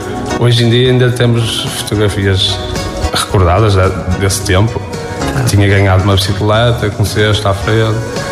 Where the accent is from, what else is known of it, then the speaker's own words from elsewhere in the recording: São Pedro da Cova, Porto, Portugal; eu era raro vir aqui para o Porto, porque eu sou de São Pedro da Cova